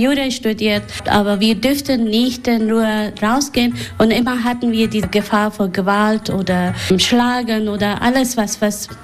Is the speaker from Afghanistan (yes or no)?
yes; Afghanistan; German is a second language; now in Germany; Das Ort ist wirklich ein bisschen ähnlich wie meine Heimat. Viele Berge sind in der Nähe und so, das hat etwas.